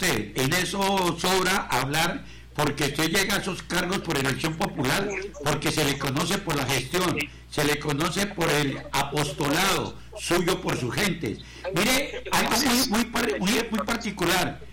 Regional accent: Meta, Colombia; tenemos confianza como periodista y como llaneros metenses

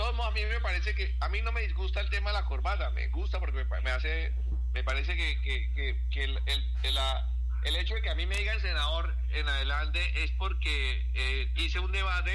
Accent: Acacías, Meta, Colombia; fui el primer acacireño senador

